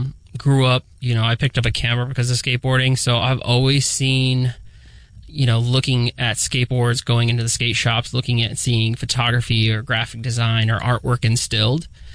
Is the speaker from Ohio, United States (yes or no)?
yes; Oregon, Ohio, United States; I grew up in Oregon and was hanging out on the east side